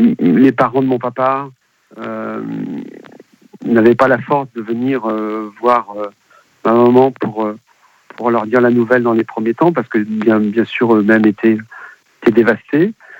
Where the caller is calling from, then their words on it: Centre-Val de Loire, France; Ah, je vous appelle d'un village près de Blois qui s'appelle Valencis, très beau village dans la vallée de la Loire, et j'ai 52 ans.